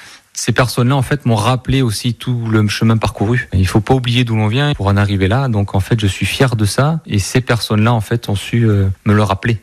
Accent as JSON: {"language": "French", "town": "Bergerac", "region": "Nouvelle-Aquitaine", "country": "France", "tie": "born or raised there", "said": "moi, je suis né à Bergerac, j'ai toujours vécu à Bergerac, j'ai toujours ramé pour Bergerac."}